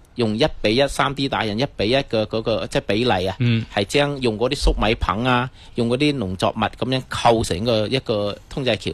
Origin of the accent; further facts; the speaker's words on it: Guangdong, China; 我哋广东人